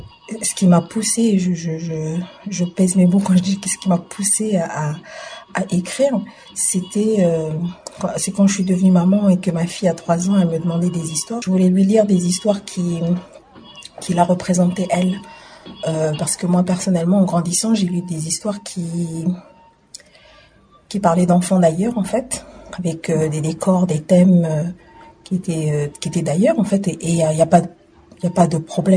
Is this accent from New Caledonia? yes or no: yes; New Caledonia; born there; On était dans la jungle, ce qu'on appelle la jungle là où j'habite à Waimea.